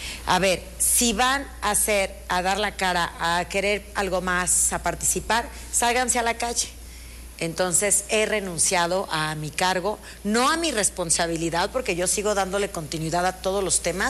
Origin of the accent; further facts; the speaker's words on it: Morelia, Michoacán, Mexico; soy moreliana, tengo aquí mi corazón, mis hijos aquí nacieron, aquí estudian, toda mi familia está aquí, no me pienso ir a ningún lado, quiero dejar una diferencia aquí en mi terruño querido.